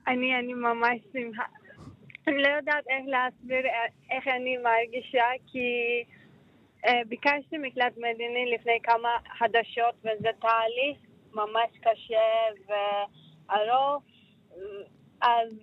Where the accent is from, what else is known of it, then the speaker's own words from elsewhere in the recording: Turkey; Hebrew is a second language; moved away as an adult; now in Jerusalem, Israel; אני לא יכולה לחזור למדינה שלי.